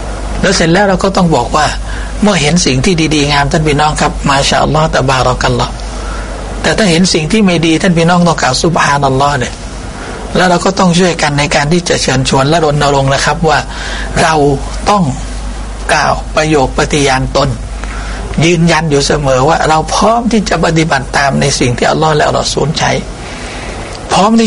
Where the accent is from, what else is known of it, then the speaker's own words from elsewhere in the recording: Bangkok, Thailand; ผมเป็นมุสลิมผมเป็นคนไทยผมเกิดในประเทศไทยผมคนกรุงเทพแท้ๆ